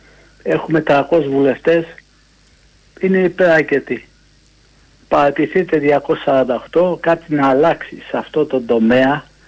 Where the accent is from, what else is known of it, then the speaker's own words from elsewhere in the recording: Chaidari, Attica, Greece; από το Χαϊδάρι.